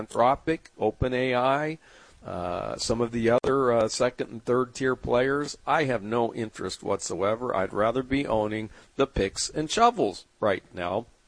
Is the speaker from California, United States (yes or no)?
yes; San Diego, California, United States; You know, the days of morning talk radio, growing up in San Diego, we had some great morning talk radio.